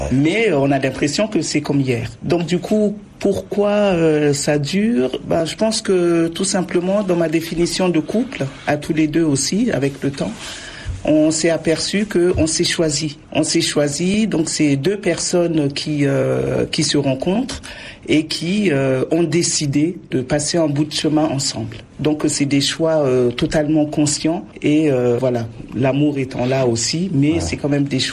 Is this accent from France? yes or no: no; Chad; Donc, oui, moi, je suis dans un couple mixte. Donc, je suis tchadienne, mon mari est italien